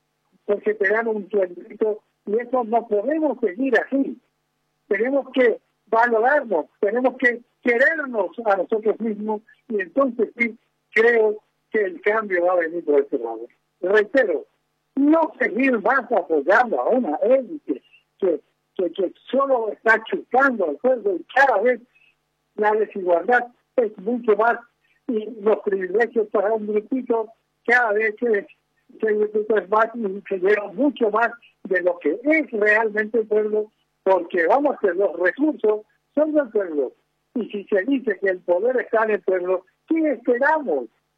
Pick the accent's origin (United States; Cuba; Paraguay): Paraguay; nuestra dignidad como ciudadanos, como paraguayos